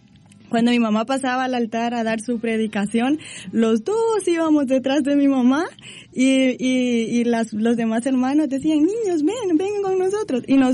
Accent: El Salvador; moved away; yo soy salvadoreña

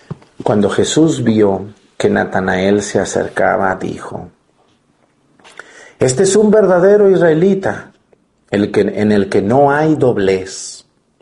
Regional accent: Mexticacán, Jalisco, Mexico; now in Guerrero, Mexico; allá en mi pueblo, en Mexticacán.

